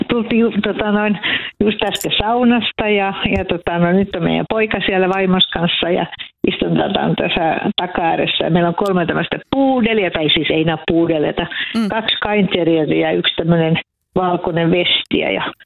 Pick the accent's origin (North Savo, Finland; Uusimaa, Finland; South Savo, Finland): Uusimaa, Finland; Vihti